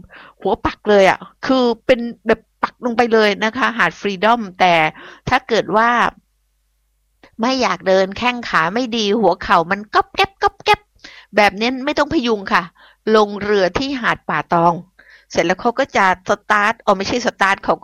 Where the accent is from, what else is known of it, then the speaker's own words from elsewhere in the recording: Phuket, Thailand; ลำดับที่5นั่นคือจังหวัดบ้านเกิดของดิฉันภูเก็ต